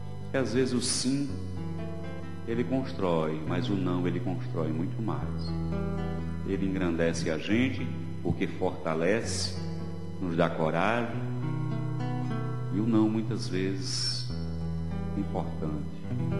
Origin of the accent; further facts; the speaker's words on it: Caruaru, Pernambuco, Brazil; now in Recife, Brazil; Um belo dia eu saí daqui do Recife, em direção a Caruaru, para cantar na minha terra.